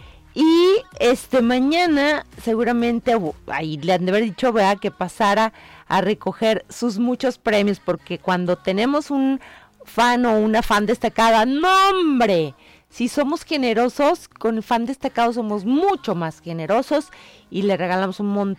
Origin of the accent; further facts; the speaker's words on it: Mexico; Así somos los mexicanos.